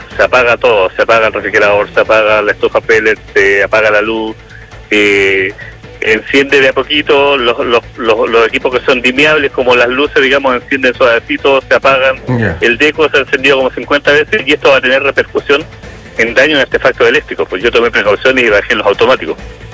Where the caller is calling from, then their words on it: Chile; yo soy de Jardines de la República, de ahí en Los Condel, ahí cerca del centro.